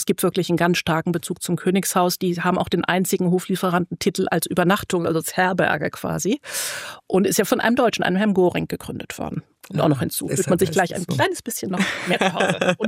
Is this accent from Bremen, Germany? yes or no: no; Berlin, Germany; born there; Also wenn man mal ganz weit zurückgeht, bin ich geborene Berlinerin, keine Hamburgerin.